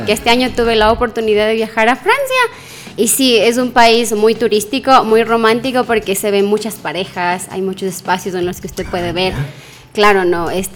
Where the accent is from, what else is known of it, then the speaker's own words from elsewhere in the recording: Ecuador; first language Quechua; Spanish is a second language; Mi primera lengua es el quichua.